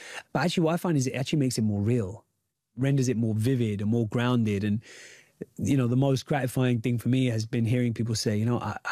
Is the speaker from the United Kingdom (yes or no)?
yes; United Kingdom; my own lived experience as a British Asian.